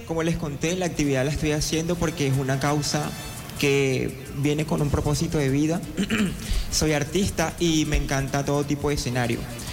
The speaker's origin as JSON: {"language": "Spanish", "town": "Coveñas", "region": "Sucre", "country": "Colombia", "said": "Yo soy del departamento de Sucre."}